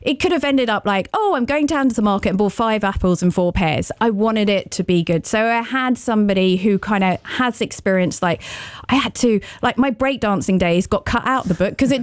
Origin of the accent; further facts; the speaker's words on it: London, United Kingdom; now in Paris, France; I mean, I'm definitely a Londoner, but I embrace all cultures.